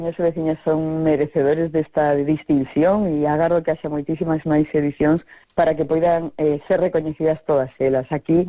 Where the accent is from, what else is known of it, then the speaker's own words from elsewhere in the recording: Soutelo, Galicia, Spain; Eu digo moitas veces, eu son de Soutelo e a xente me dice, al lado do Bar 59